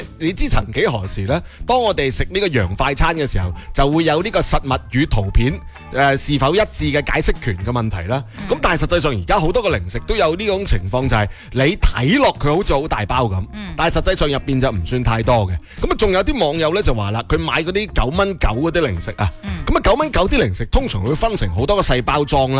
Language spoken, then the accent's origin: Cantonese; Guangdong, China; 我哋广东人